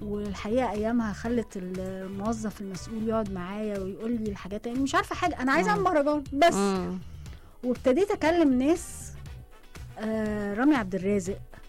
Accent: Egypt

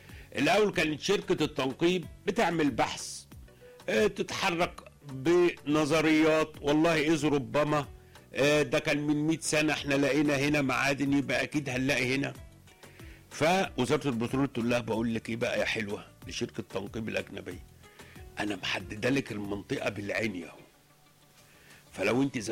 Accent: Egypt

